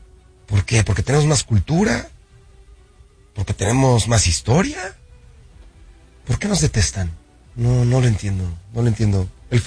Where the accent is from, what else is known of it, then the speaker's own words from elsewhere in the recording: Mexico; Nosotros los mexicanos somos de madera.